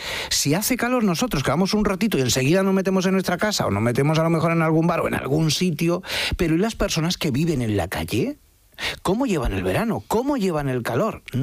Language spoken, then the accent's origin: Spanish; Málaga, Andalusia, Spain; Pues imagínate yo que soy de Málaga, acostumbrado a tener el mar cerquita